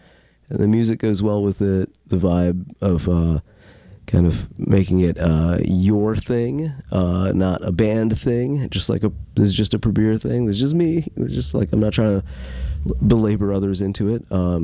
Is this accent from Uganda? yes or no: no; Ahmedabad, Gujarat, India; now in United States; Ahmedabad, that's okay. My hometown.